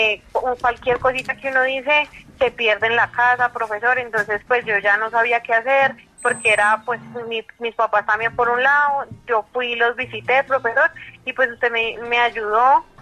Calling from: Mosquera, Cundinamarca, Colombia; Desde Mosquera, Cundinamarca.

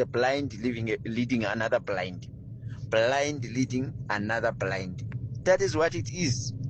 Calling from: South Africa; I support it 100% personally as a South African.

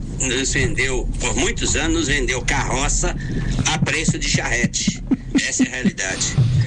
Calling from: Balneário Camboriú, Santa Catarina, Brazil; falo de Jardim Camboriú.

